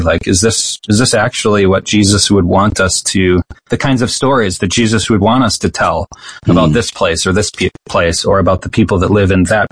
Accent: United States; our own community, you know, as American Christians

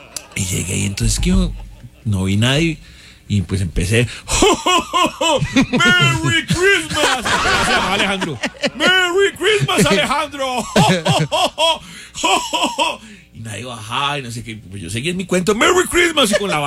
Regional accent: Colombia; Y como buen colombiano, pues por ganarme esa plata y responsable, dije, sí, yo las llevo.

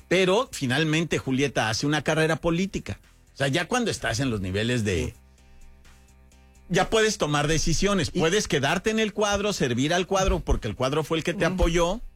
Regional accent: Mexico; Sin presentar pruebas, pero uno como mexicano dice...

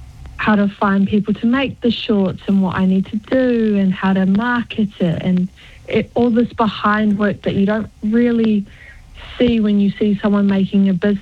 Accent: Samoa; I am from Samoa. My family is from Samoa.

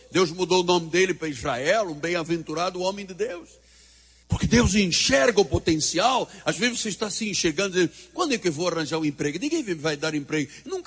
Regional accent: Portugal; eu tinha até sotaque americano sendo português.

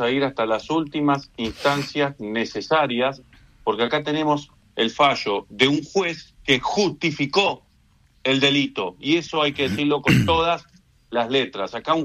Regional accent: Argentina; Una pregunta que nos hacemos todos como argentinos, como personas que vivimos bajo un Estado de Derecho.

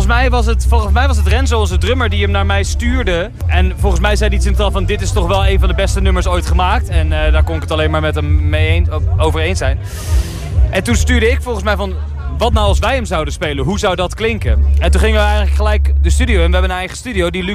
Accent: Walcheren, Zeeland, Netherlands; wij komen uit Zeeland wel aan de andere kant. Volgens deze kant de verkeerde kant van het water.

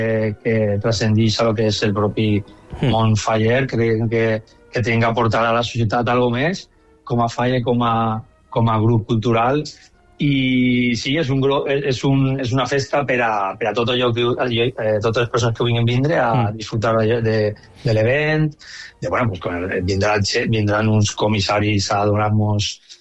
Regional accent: Xàtiva, Valencian Community, Spain; tots els que som de Xàtiva

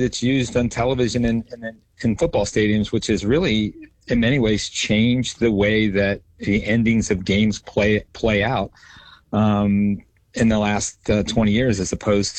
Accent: Kentucky, United States; I grew up in Northern Kentucky and was attached to Notre Dame as a fan in the early 70s

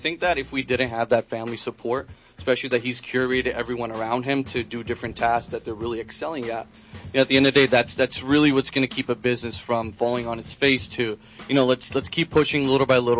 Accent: Queens, New York, United States; now in Bellport, United States

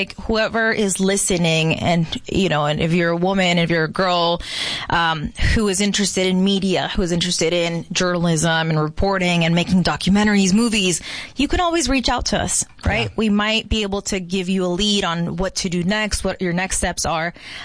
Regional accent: Yuma, Arizona, United States; So it was very meaningful, also because I grew up in Yuma. I grew up going to Circle K and then like looking at the newspaper, and it was the Yuma Sun.

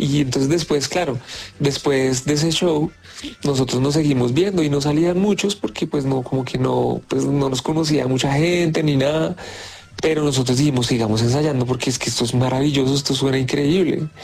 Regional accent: Colombia

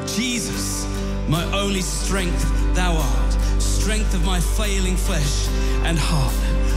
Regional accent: England, United Kingdom; I'm an Englishman, and by default, I have to love Charles Wesley.

